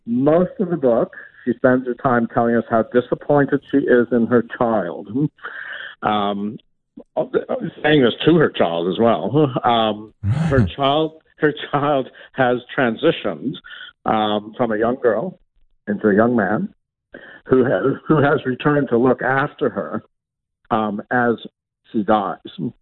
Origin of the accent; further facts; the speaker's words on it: Toronto, Ontario, Canada; Anne Carson, she's from my hometown of Toronto.